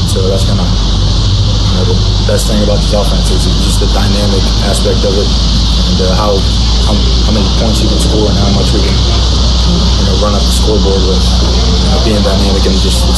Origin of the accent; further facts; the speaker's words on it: Indiana, United States; I'm from Indiana, so.